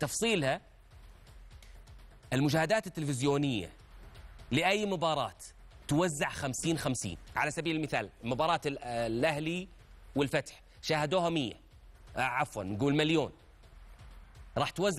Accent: Saudi Arabia; عندنا في المملكة العربية السعودية

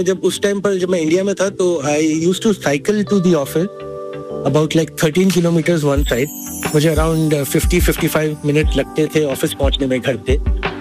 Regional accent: Saudi Arabia; now in Qatar; And being born and raised in middle east, Saudi में पैदा हुआ पला बड़ा, तो मुझे यहाँ के खाने बहुत पसंद, मंदी Bukhari कब्सा and all that stuff.

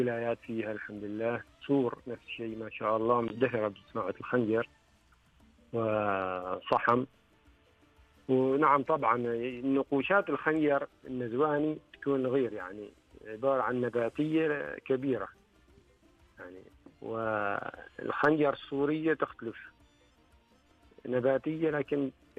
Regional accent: Oman; احنا عندنا في عمان

